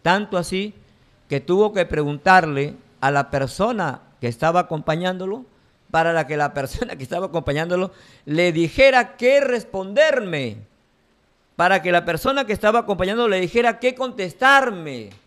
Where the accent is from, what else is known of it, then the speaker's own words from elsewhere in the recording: Peru; Como peruanos, como ciudadanos, como padre de familia